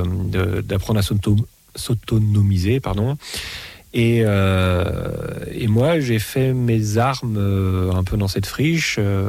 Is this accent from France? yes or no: yes; France; first language French; also born or lived in Paris; Alors j'ai des origines américaines, tout ça, ce qui fait que je prétextais l'anglais, mais si je me raconte pas d'histoire, en fait, je suis français, je lis des livres en français.